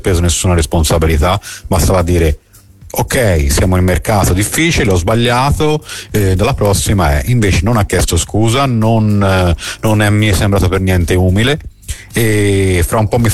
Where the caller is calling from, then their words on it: Imola, Emilia-Romagna, Italy; da Imola.